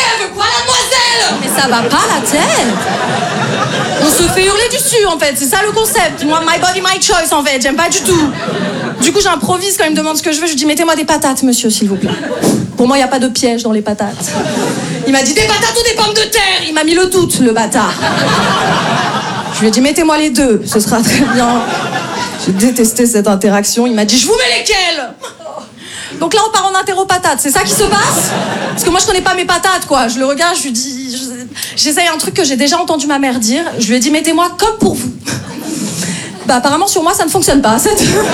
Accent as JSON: {"language": "French", "town": "Paris", "region": "Île-de-France", "country": "France", "said": "Je me présente … moi je viens de Paris, j'essaye de jouer un peu dans plein de villes en France."}